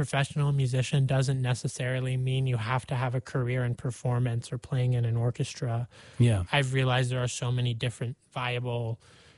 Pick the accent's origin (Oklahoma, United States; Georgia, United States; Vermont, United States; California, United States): Vermont, United States; given that I'm from Vermont, I like to take walks. I like to ski. I like to hike.